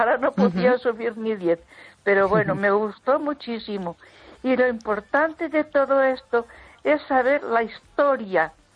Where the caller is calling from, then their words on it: Ponferrada, Castile and León, Spain; Donde vivo yo, aquí en Ponferrada